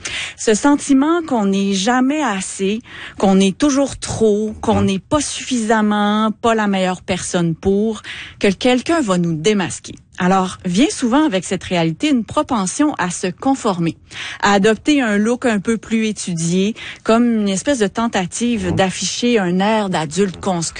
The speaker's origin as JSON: {"language": "French", "region": "Quebec", "country": "Canada", "accent": "Quebec", "said": "Des grands concerts comme le Vans Rap Tour, que mon accent de Québec me permet encore difficilement de prononcer à ce jour."}